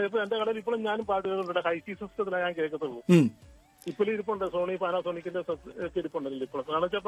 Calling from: Alappuzha, Kerala, India

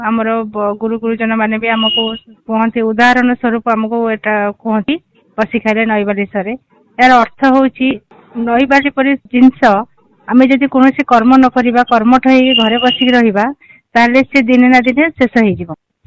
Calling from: Bhubaneswar, Odisha, India; ମୁଁ ଭୁବନେଶ୍ୱରରୁ କହୁଥିଲି।

